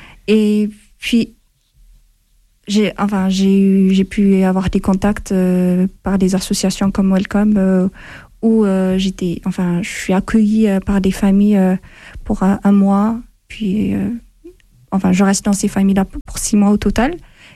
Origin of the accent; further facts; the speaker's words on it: Ethiopia; French is a second language; moved away as an adult; now in France; Je viens de l'Éthiopie. J'ai suivi un cursus français. C'est pour ça que je parle français. Normalement, on ne parle pas français en Éthiopie.